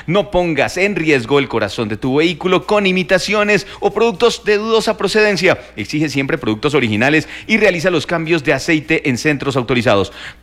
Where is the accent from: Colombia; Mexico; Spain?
Colombia; porque somos colombianos